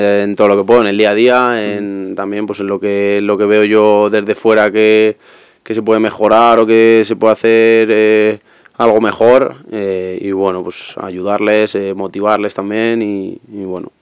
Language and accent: Spanish; Madrid, Community of Madrid, Spain; Yo soy de aquí de Madrid